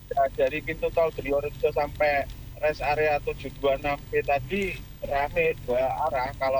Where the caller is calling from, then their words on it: Nganjuk, East Java, Indonesia; Kalau kita orang Nganjuk